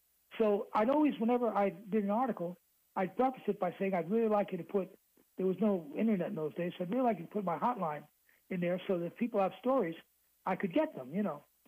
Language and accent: English; Queens, New York, United States; I am a native New Yorker. I was born in Queens.